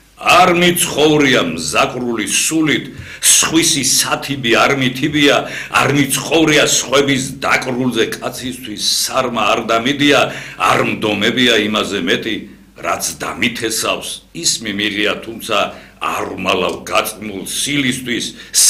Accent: Gori, Shida Kartli, Georgia; რამდენადაც გორიდან ვარ და გორი მეამაყება, რომ ერთ-ერთი ულამაზესი კუთხეა და ქართლული თავისი კოლორიტით

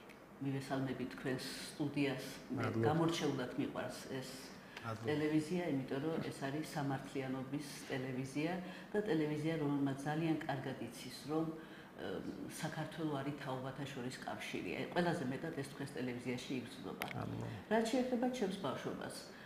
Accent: Tbilisi, Georgia; also born or lived in Kakheti; ავლაბარში გავიზარდე, თან ავლაბრის ქუჩაზე. ძალიან მწარე ავლაბრელი ვარ.

